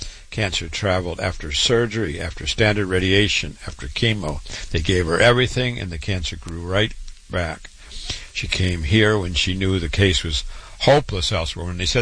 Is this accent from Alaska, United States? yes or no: no; Waterloo, Iowa, United States; born there; I was born in Waterloo, Iowa, went to medical school